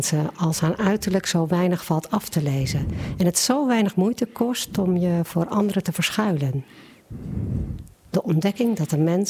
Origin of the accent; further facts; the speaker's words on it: Wieringermeer, North Holland, Netherlands; born there; now in Gouda, Netherlands; Ik ben geboren in de Wierenmeerpolder, maar ik woon wel al 30 jaar in Gouda.